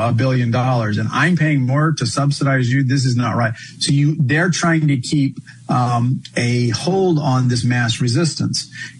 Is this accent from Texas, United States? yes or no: yes; Texas, United States; I grew up in Central Texas, we would always travel out to New Mexico and drive through West Texas. This is back, you know, 80s, 90s.